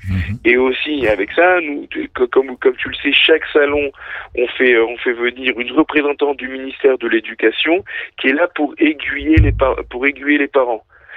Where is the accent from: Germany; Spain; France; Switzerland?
France; Marseille, Provence-Alpes-Côte d'Azur; now in Israel; moi j'ai grandi à Marseille